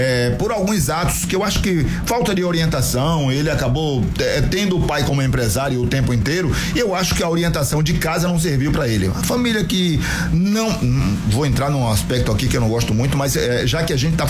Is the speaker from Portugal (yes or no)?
no; Northeast Region, Brazil; nós somos aqui do Nordeste